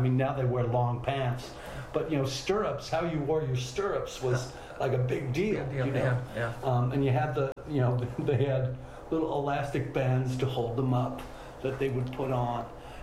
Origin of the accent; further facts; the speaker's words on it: San Francisco, California, United States; as someone growing up in San Francisco